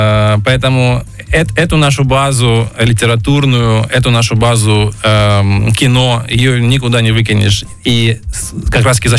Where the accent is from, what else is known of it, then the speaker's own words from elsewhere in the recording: Rostov-on-Don, Rostov Oblast, Russia; я из Ростова, ну, да, вы правильно сказали, это казачий край в том числе.